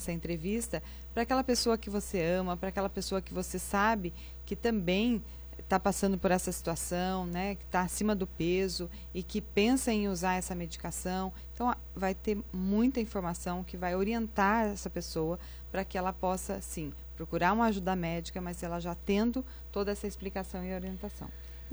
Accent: Brazil; a gente é brasileiro

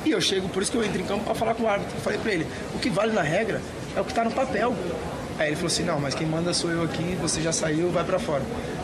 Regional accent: Brazil; Cara, eu sou brasileiro como você também é, né?

